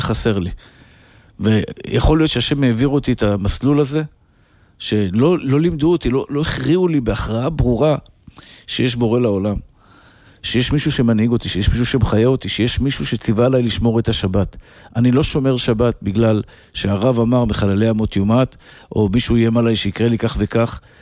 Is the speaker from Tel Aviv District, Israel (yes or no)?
yes; Bnei Brak, Tel Aviv District, Israel; אני גדלתי בבתי אבות פונוביץ', בהארדקור של החרדים בבני ברק. זה מקום, זה המקום שגדלתי בו. רחוב סעדיה גאון 24